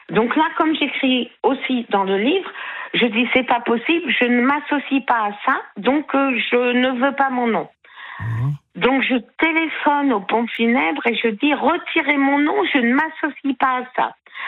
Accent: Brittany, France; je repars chez moi, en Bretagne.

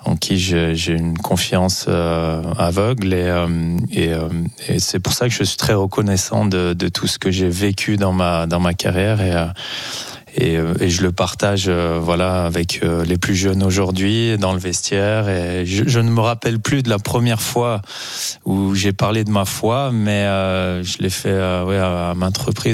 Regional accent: Froges, Auvergne-Rhône-Alpes, France; Frauges, Frauges là où j'ai grandi

